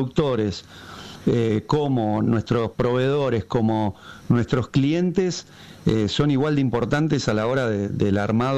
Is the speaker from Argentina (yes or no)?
yes; Argentina; esto es Argentina y somos argentinos, así que también agradecido desde ese lugar.